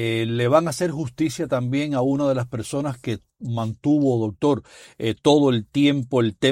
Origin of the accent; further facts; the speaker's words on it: Guanabacoa, Havana, Cuba; moved away; Yo soy de Guanabacoa.